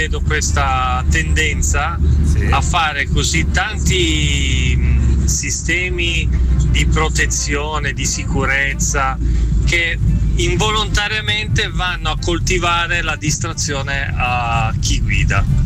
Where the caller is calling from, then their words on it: Milan, Lombardy, Italy; da Milano